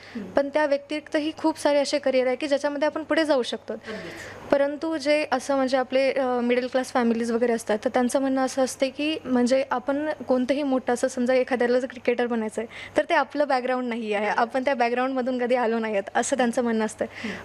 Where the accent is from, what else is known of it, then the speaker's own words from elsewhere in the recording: Phulwal, Maharashtra, India; मी फुलवळची आहे आणि मी आज बी फार्मसी तृतीय वर्षातील विद्यार्थिनी आहे.